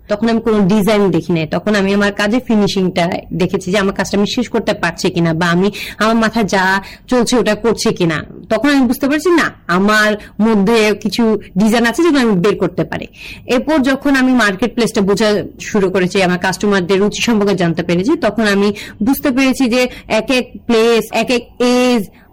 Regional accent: Feni, Chittagong Division, Bangladesh; আমার বাড়ি যেহেতু ফেনীতে

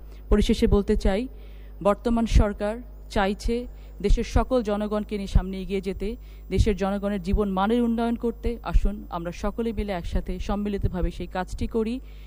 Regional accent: Natore, Rajshahi Division, Bangladesh; নাটোরের মানুষ, আমি নাটোরের মেয়ে।

